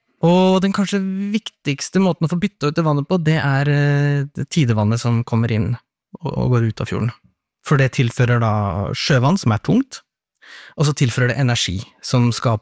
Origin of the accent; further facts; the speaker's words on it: Nordland, Norway; Og jeg er jo nå fra Beisfjord